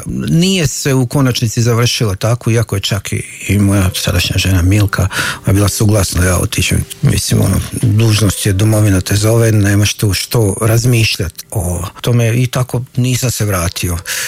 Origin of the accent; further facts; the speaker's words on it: Posušje, Federation of Bosnia and Herzegovina, Bosnia & Herzegovina; moved away as an adult; now in Zagreb, Croatia; ja sam iz Hercegovine rodom, iz Posušja, jedno selo pored Posušja, Bračanac. Tamo sam odrastao i onda sam završio u Zagrebu kao student pravnog fakulteta.